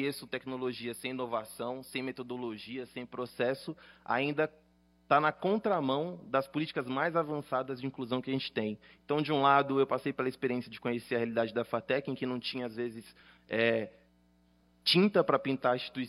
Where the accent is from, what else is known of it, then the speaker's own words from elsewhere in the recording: São Paulo, Brazil; born there; eu sou da Zona Leste de São Paulo, eu nasci no Jardim dos Ipês, um lugar que, de jardim de Ipê, nunca teve nada, então era favela quebrada.